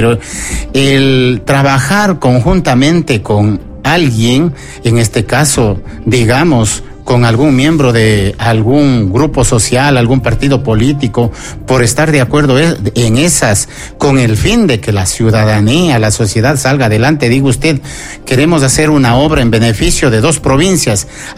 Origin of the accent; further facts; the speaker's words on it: Pichincha, Ecuador; born there; also born or lived in Santo Domingo de los Colorados, Ecuador; now in Cuenca, Ecuador; Yo nací en Santo Domingo de los Colorados, hoy provincia Santo Domingo de los Áchilas. He crecido la mitad de mi vida en Pichincha y hoy me encuentro residiendo aquí en el Azuay durante ya quizás 15 años.